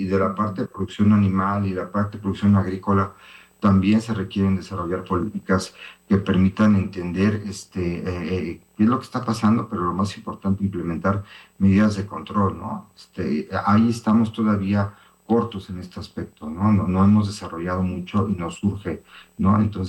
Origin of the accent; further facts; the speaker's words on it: Xalapa, Veracruz, Mexico; temperaturas que no habíamos vivido en los que somos de aquí de Jalapa, y me imagino de muchas otras regiones del estado